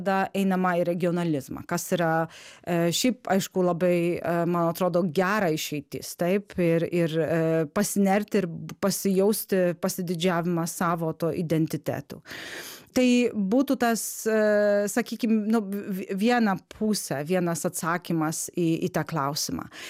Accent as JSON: {"language": "Lithuanian", "country": "Poland", "moved": "yes", "lives_now": "Lithuania", "said": "aš esu iš Lenkijos"}